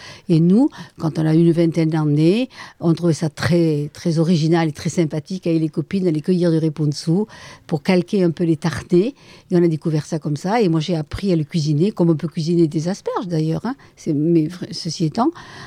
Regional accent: Gagnac-sur-Cère, Occitanie, France; avec cet accent, vous pouvez bien imaginer que je ne suis pas de Belgique ou du nord de la France. Moi, je suis née à Gagnac. J'y ai vécu. J'en suis guère partie, puisque j'ai fait à peine le tour de l'église, hein, puisque j'y habite. Nous y habitons. Voilà. Je suis très, très, très attachée et à Gagnac et aux environs

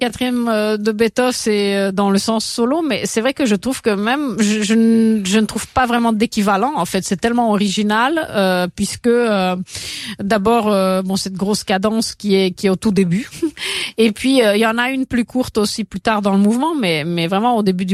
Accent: Romania; moved away; je suis née à 60 kilomètres de la Hongrie, et puis Bartók est né à 60 kilomètres de ma ville natale, et c'est une ville en Roumanie actuellement aussi.

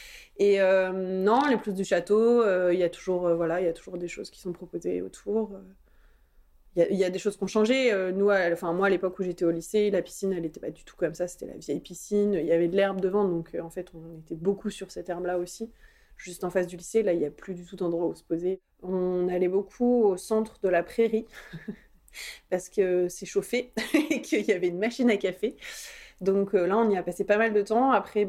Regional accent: Caen, Normandy, France; also born or lived in Fleury-sur-Orne / Bretteville-sur-Odon; Concrètement, je suis née à Caen et j'ai toujours vécu dans la périphérie de Caen. Donc en fait, ça va faire 32 ans que je suis très très sédentaire et que, que je vis à Caen ou aux alentours de Caen.

